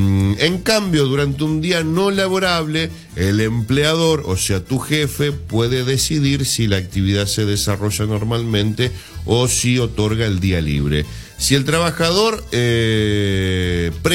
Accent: Argentina

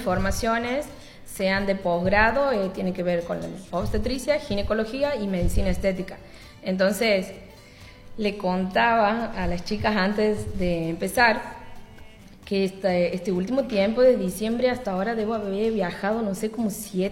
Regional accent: Loreto, Santiago del Estero, Argentina; Soy de Loreto

